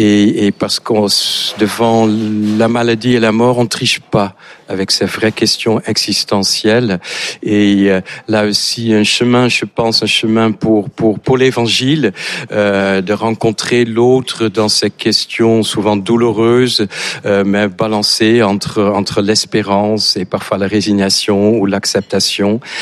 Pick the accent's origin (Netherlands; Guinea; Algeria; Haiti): Netherlands; French is a second language; now in France; Tout à fait, que j'ai pas perdu depuis les 35 ans que je suis en France. Je suis néerlandais et donc venu il y a 35 ans en France.